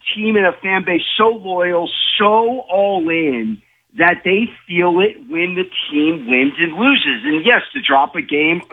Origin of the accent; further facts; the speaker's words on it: San Diego, California, United States; Listen, man, I'm from San Diego.